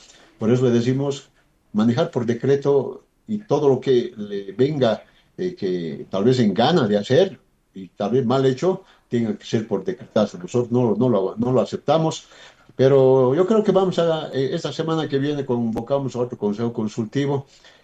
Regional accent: Potosí, Bolivia; Los potosinos estamos clamando

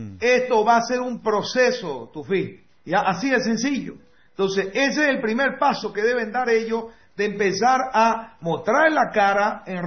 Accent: Bolivia

